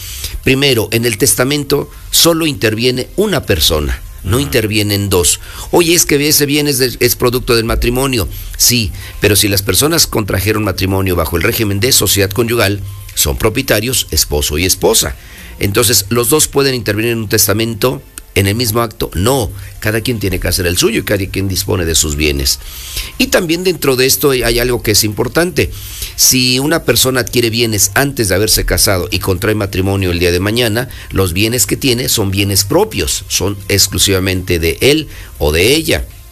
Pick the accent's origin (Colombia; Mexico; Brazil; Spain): Mexico; es lo más importante que debemos de tener en cuenta como mexicanos para proteger nuestro patrimonio